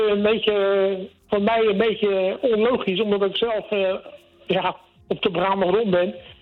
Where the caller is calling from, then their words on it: Portugal; Uit Portugal op dit moment.